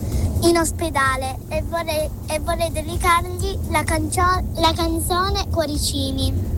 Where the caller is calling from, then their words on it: Settimo Torinese, Piedmont, Italy; vengo da Settimo Torinese.